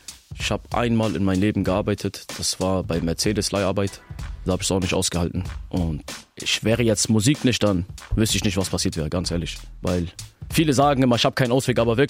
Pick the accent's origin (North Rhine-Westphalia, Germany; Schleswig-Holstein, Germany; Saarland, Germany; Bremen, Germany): Bremen, Germany; Also ich würde sagen, das ist so richtig meine Heimat. Ich bin da aufgewachsen, seit ich denken kann, lebe ich da.